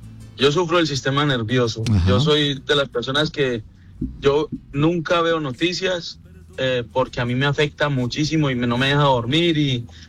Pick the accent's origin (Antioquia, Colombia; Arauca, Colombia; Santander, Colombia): Santander, Colombia; Bucaramanga; Yo soy de Bucaramanga, y Bucaramanga es de las tierras donde más tiembla aquí.